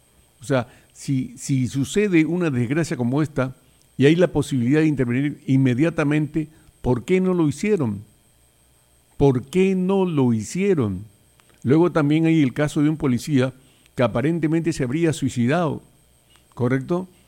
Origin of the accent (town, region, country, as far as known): Peru